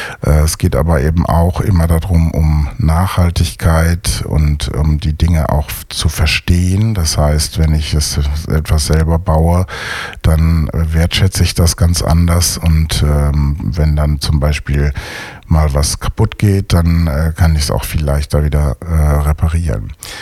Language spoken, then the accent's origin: German; North Rhine-Westphalia, Germany; now in Düsseldorf, Germany; In meiner Heimatstadt im Ostwestfalen, da gibt es eine Schule, in der das regelmäßig stattfindet.